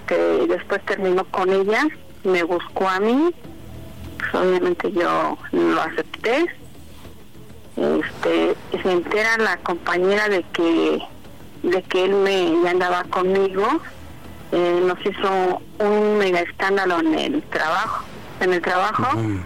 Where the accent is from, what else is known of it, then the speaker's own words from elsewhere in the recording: State of Mexico, Mexico; Tengo 59 y soy del estado, de aquí, de México.